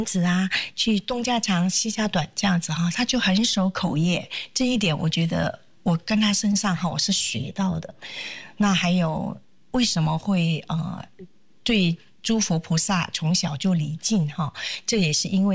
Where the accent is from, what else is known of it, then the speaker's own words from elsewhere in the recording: Laos; 那说起来我小的时候呢，可能很多很多人不知道我原来是从辽国来的哦，而且是在辽国出生的。那这个讲起来就是因为我的父亲啊，当时就是逃离中国嘛，因为战争。